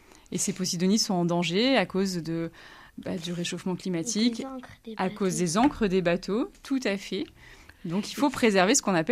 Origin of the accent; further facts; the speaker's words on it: Grenoble, Auvergne-Rhône-Alpes, France; moi, je ne suis pas originaire d'ici, je suis grenobloise